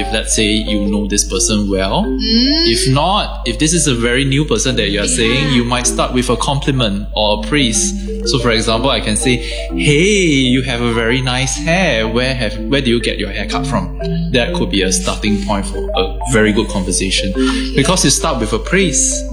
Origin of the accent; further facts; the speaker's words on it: Singapore; So, I'm from Singapore, and it's a pleasure to be here to actually speak to you